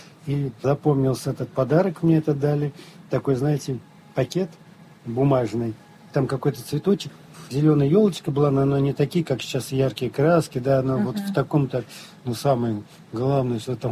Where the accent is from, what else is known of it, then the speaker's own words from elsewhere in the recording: Uzlovaya district, Tula Oblast, Russia; В Тульской области, Узловский район, 1954 год рождения, деревня Каменка